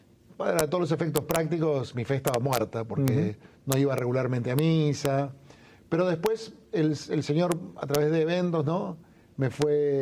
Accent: Buenos Aires, Argentina; now in Miami, United States; yo nací en la Argentina, en una familia de clase media católica

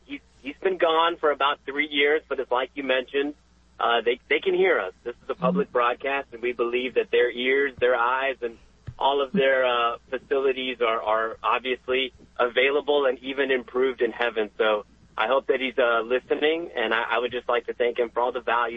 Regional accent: Mission, Texas, United States; so we're from the Rio Grande Valley, Mission, mm-hmm. Texas.

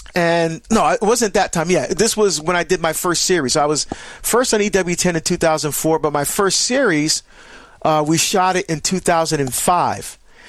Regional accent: New Jersey, United States; looking forward to being back in my home state, you know, back in Jersey again. You know, it's always good to go home.

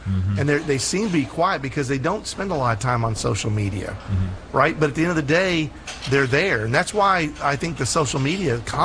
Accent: United States

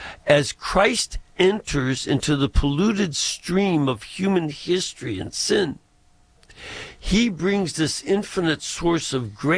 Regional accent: Chicago, Illinois, United States

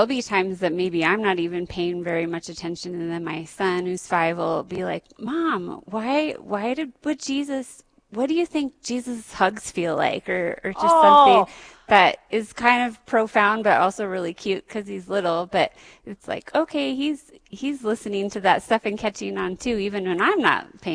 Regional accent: Fargo, North Dakota, United States; And so growing up in Fargo, I think it just is, it's pretty special that, that we have a radio station that, that can help others grow stronger in their faith, and that it is in North Dakota.

